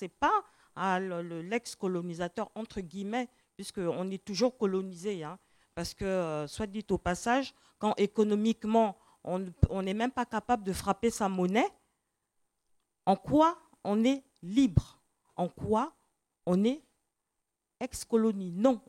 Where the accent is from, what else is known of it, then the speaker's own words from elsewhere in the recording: Gabon; Et moi, je suis originaire du Gabon